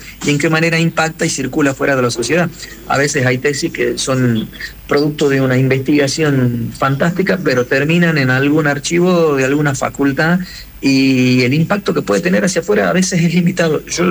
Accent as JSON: {"language": "Spanish", "region": "northern Argentina", "country": "Argentina", "said": "nunca jamás alguien ha pensado que yo era argentino"}